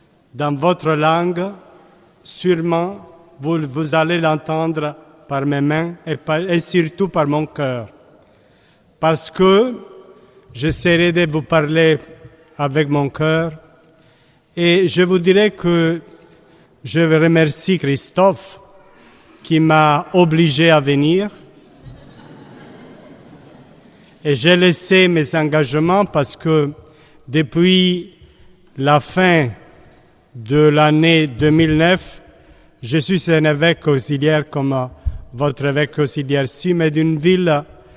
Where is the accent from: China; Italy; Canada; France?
Italy; accent: Italian French; French is a second language; now in L'Aquila, Italy; Je suis un Italien, donc mon français, c'est un français italien.